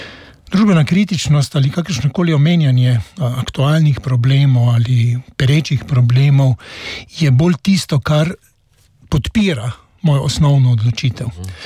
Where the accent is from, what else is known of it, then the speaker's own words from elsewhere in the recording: Maribor, Drava, Slovenia; jaz večino svojega življenja živim, sem preživel v Mariboru. Tu sem se rodil, tu sem odraščal, razen par let študija, sem tu ves čas.